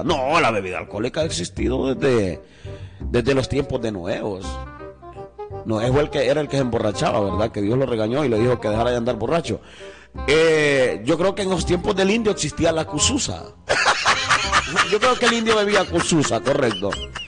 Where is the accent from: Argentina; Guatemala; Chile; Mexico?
Guatemala; Salamá, Baja Verapaz; piense que yo vengo de la zona de Salamá y allá habían muchas familias que no pagaban.